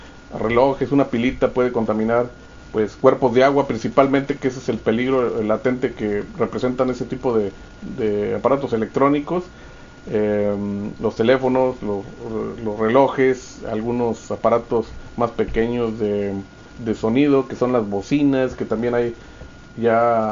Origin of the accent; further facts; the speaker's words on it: Tamaulipas, Mexico; also born or lived in Revolución Verde neighbourhood; Ah, yo soy de la López. Ah, bueno, soy de la Revolución Verde, pero crecí en el seno de la López Mateos.